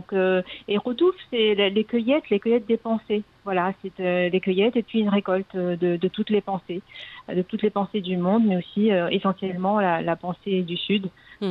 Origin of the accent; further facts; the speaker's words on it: Djerba, Medenine, Tunisia; Et à Djerba chez nous, en Tunisie, parce qu'on le mérite.